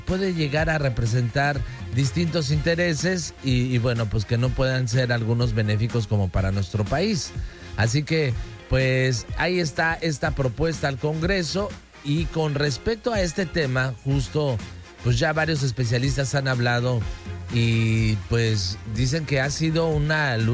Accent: Mexico

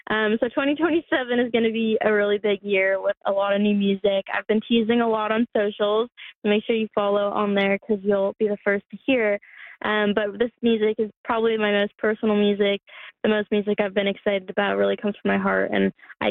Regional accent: Newfoundland and Labrador, Canada; I just felt so much love for my home province and my hometown.

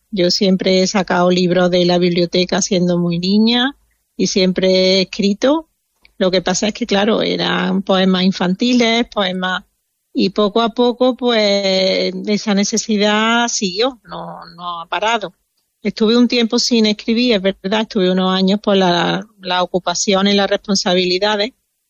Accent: Andalusia, Spain; moved away; más de donde yo vivo en este momento, que también hay naturaleza.

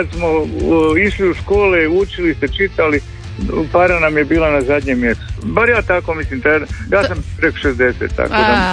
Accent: Hrvatska Kostajnica, Sisak-Moslavina County, Croatia; born there; Ja sam iz Kostanjče, inače. Rođen sam dolje i u Kostanjče.

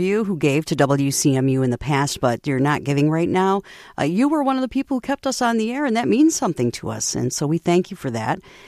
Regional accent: Houghton Lake, Michigan, United States; I'm going to call out my hometown of Houghton Lake and see if we can get them on the board here today.

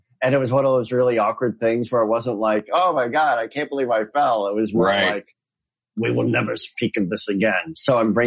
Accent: Northfield, Illinois, United States; born there

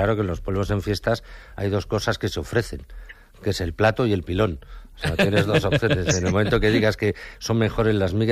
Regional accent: Lisbon, Portugal; Spanish is a second language; es Lisboa, ¿sabes? Entonces, yo soy de Saramago y todo eso es mío.

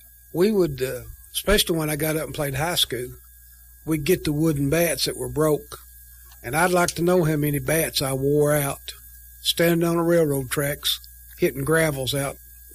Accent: Kentucky, United States; I grew up in Carbon Glow Coal Camp

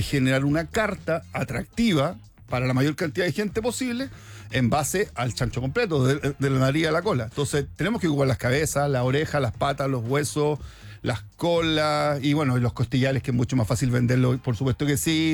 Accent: Chile; Yo creo que los chilenos sí somos chancheros

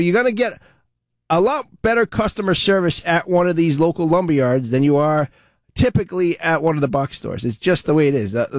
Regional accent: Providence, Rhode Island, United States; just because I grew up in Olneyville, I know Providence really, really well.

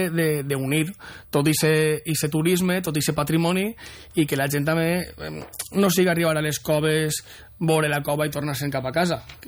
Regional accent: Alfondeguilla, Valencian Community, Spain; Jo, per exemple, soc d'Alfondeguilla

